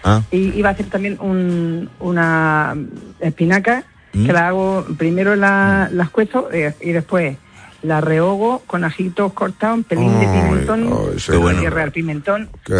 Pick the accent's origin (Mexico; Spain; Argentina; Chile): Spain; Region of Murcia; Ahora mismo estoy soy murciana. Alguien está hablando de Murcia.